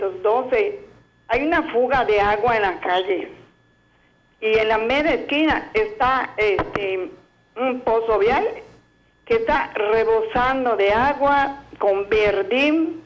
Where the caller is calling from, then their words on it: Yucatán, Mexico; De la Manuel Ávila Camacho.